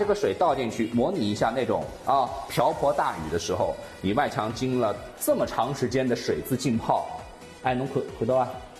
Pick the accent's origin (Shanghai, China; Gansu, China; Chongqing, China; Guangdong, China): Shanghai, China; 我上海人